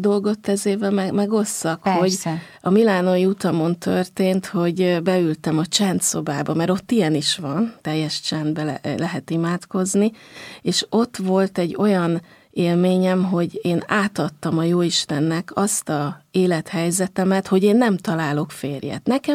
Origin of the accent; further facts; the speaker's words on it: Budapest, Hungary; Budai vár mellett az első kerületben nőttem föl, és a városmajori templomba jártunk templomba.